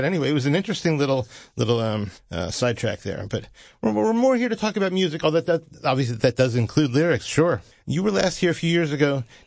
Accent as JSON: {"language": "English", "area": "Delaware County / Chester County", "region": "Pennsylvania", "country": "United States", "said": "Because I'm a Delco Chesco guy"}